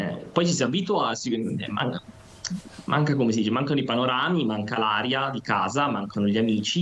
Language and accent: Italian; Lombardy, Italy; also born or lived in Imperia, Italy; io dico sempre sono di Imperia, quindi nonostante sia cresciuto in Lombardia, il mio legame con la Liguria rimane sempre fortissimo.